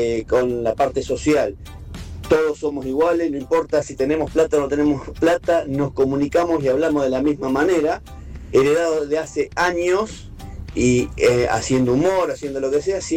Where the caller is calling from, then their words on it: Mercedes, Buenos Aires Province, Argentina; de Mercedes.